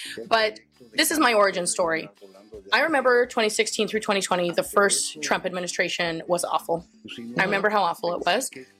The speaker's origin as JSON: {"language": "English", "town": "Salt Lake City", "region": "Utah", "country": "United States", "moved": "as an adult", "lives_now": "San Diego, United States", "said": "I'm from Salt Lake City, Utah. Orale. And I've lived in San Diego now for a year and a half. I moved here, not quite a year and a half, but I moved here last June."}